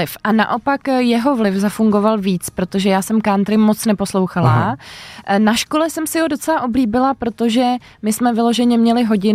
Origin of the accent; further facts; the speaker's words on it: Prague, Czechia; Já jsem celoživotně Praha 6.